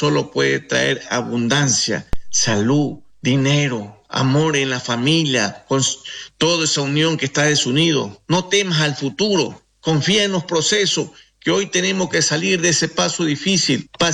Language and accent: Spanish; Ecuador; vengo de la familia bien católica mi familia. Como ecuatoriano que vengo de la mitad del mundo, donde pasa la línea equinocial de esa alta montaña